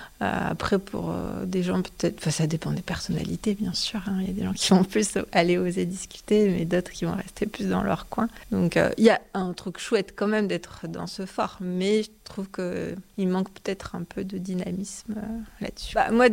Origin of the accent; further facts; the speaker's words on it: Toulouse, Occitanie, France; now in Le Havre, France; Alors ça fait 11 ans que je suis au Havre, mais à la base je suis de Toulouse.